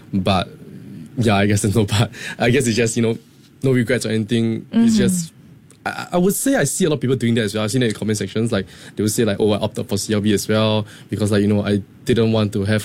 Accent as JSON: {"language": "English", "country": "Singapore", "said": "it helps me reconnect back with my roots as a Singaporean."}